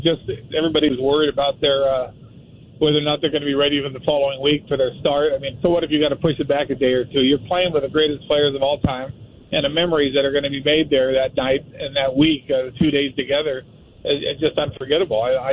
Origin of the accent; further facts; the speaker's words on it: West Coast, United States; I'm from the West Coast, so I didn't quite get the same feeling